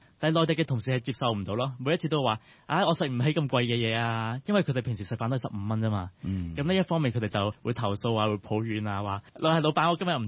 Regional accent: Hong Kong; 我身为一个香港人

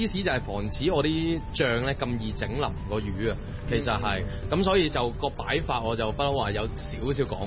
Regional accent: Hong Kong; 加上我哋本身香港人好中意食海鲜鱼咁样

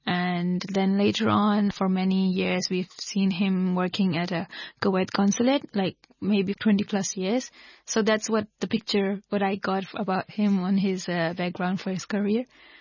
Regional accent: Hong Kong; Well, I've only grown up here, so I can't compare the life anywhere else. But I really thoroughly enjoyed growing up here, living here, having the lifestyle of here and the childhood.

